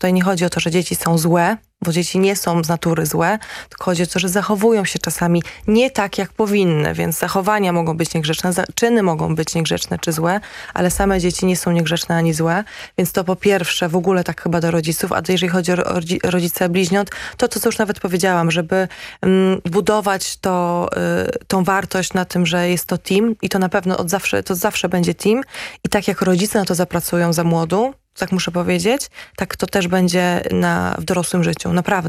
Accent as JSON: {"language": "Polish", "town": "Gdańsk", "region": "Pomeranian Voivodeship", "country": "Poland", "said": "Ja w ogóle jestem z Gdańska"}